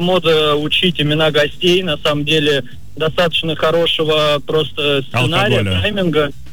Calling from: Moscow, Russia; я из Москвы.

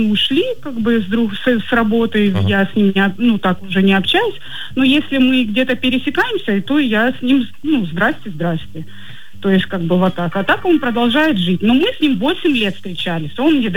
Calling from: Vladivostok, Primorsky Krai, Russia; мы из Приморского края. И Владивосток за тебя.

